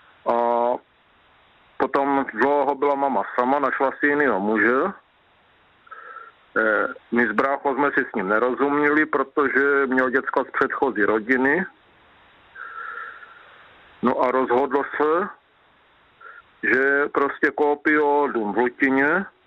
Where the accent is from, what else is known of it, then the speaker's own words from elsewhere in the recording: Olomouc, Olomouc Region, Czechia; also born or lived in Brno; Já jsem bydlel od jak živa v Olomouci. Jediné stěhování, které bylo, si nepamatuju, protože jsem měl jeden rok. A mamka s taťkou tehdy bydleli v Brně